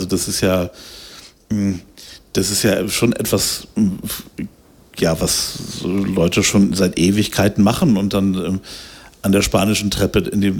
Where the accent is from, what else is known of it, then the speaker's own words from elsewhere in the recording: Germany; Und das ist natürlich auch lustiger, was man als Deutscher so in Italien erlebt.